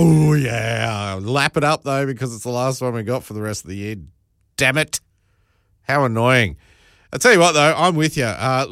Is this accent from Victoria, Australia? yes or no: no; Lithgow, New South Wales, Australia; from place I grew up in Lithgow, New South Wales.